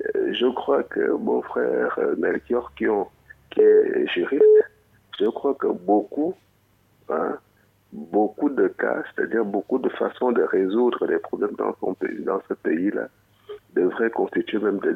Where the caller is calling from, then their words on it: Gabon; Je suis un Gabonais pur jus qui est bien partout dans tous les coins du Gabon et qui passe du temps dans tous les coins du Gabon.